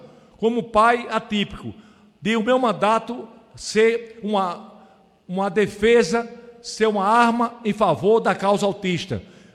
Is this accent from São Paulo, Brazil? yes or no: no; Rio Grande do Norte, Brazil; Trago aqui um relato lá do meu estado, do meu amado Rio Grande do Norte, de Natal